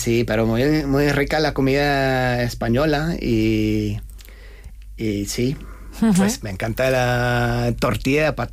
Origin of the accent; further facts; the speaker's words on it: Australia; Spanish is a second language; moved away as an adult; Sí, o sea, yo salí de Australia por primera vez con 18 años y viajaba. Bueno, viví en Londres un par de años y viajaba por Europa, África, Asia.